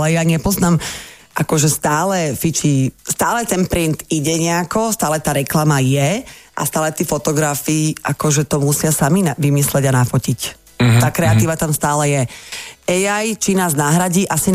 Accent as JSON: {"language": "Slovak", "town": "Bratislava", "region": "Bratislava Region", "country": "Slovakia", "said": "Nežijem Petržalke, ale som z Petržalky, hej."}